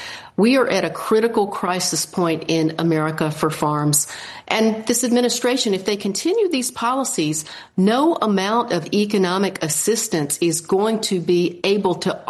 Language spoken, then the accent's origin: English; Minnesota, United States; I'm from Minnesota.